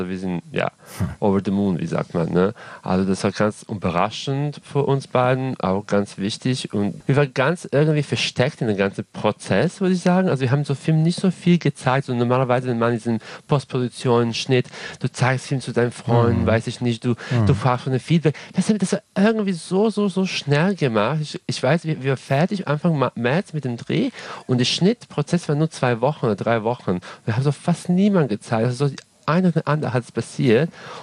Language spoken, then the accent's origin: German; Serbia; German is a second language